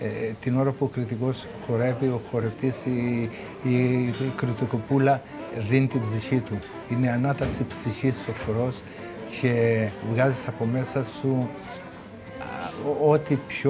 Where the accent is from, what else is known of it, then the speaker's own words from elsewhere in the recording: Rethymno, Crete, Greece; moved away as an adult; now in Chania, Greece; εγώ είμαι από το Ρέθυμνο.